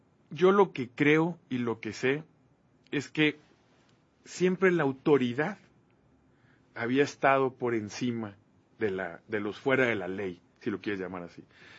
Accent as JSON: {"language": "Spanish", "country": "Mexico"}